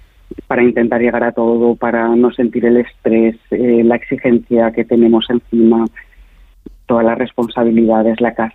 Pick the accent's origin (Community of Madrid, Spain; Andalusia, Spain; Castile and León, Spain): Community of Madrid, Spain; Madrid; now in Zaragoza, Spain; Pues yo vivo en Zaragoza, pero soy de Madrid y mi familia vive en Madrid.